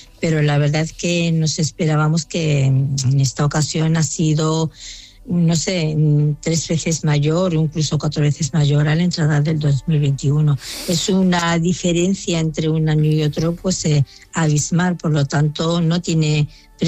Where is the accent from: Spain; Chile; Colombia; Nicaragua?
Spain; Ceuta; en la que al decir que soy de Ceuta, pues me han preguntado si había camellos por la calle o incluso elefantes.